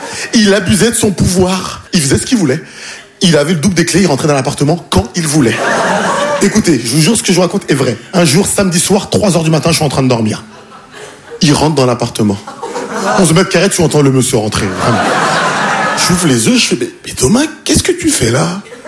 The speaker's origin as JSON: {"language": "French", "region": "Île-de-France", "country": "France", "tie": "born or raised there", "lives_now": "Paris, France", "said": "j'ai grandi en banlieue parisienne. Aujourd'hui, j'habite à Paris."}